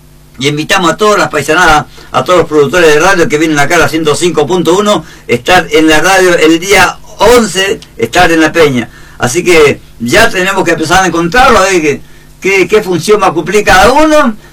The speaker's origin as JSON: {"language": "Spanish", "town": "Villa Rosa", "region": "Buenos Aires Province", "country": "Argentina", "tie": "born or raised there", "said": "yo no quise dejar mi pueblo de Villarrosa. Tenía 14 años yo"}